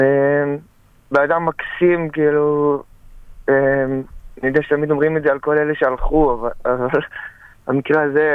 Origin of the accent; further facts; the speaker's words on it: Nir Oz, Southern District, Israel; אבל, אז אני בן קיבוץ ניר עוז